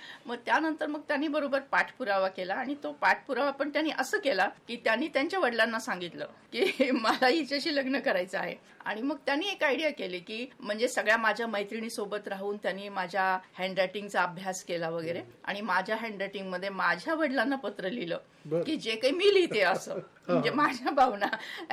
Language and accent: Marathi; Maharashtra, India; आमचं माहेर म्हणजे आम्ही महाराष्ट्रीयन आणि सासर सगळं राजस्थानी